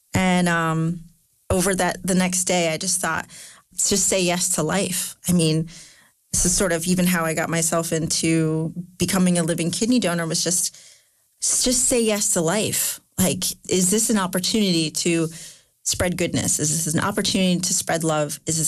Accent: Bristol, Connecticut, United States; I had seen a sign in my hometown of Bristol

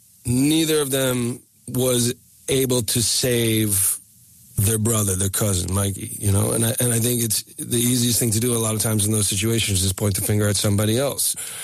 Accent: New England, United States; You know, I was raised in New England.

